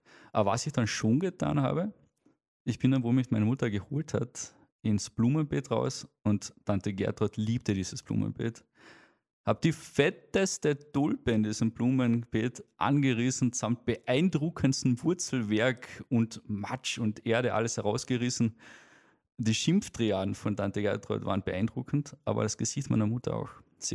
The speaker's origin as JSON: {"language": "German", "town": "Villach", "region": "Carinthia", "country": "Austria", "tie": "born there", "said": "Also meine Karriere beginnt klassisch bei meiner Geburt in Villach."}